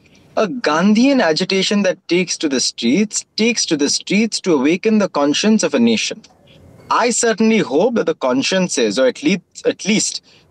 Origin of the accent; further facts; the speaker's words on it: India; We're protesting as Indian citizens, right?